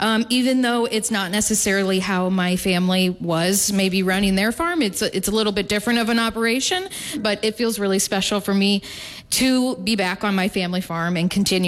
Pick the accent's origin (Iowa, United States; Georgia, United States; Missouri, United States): Iowa, United States; and I grew up on a family farm in Iowa, pretty typical family farm, and I've always been really active in agriculture.